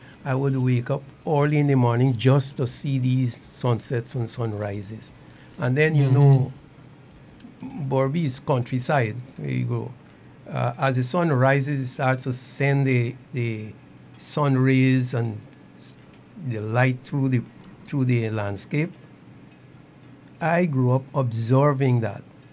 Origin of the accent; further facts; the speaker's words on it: New Amsterdam, East Berbice-Corentyne, Guyana; I was born in New Amsterdam. I was born in New Amsterdam. I'm a Kanji man from Kanji.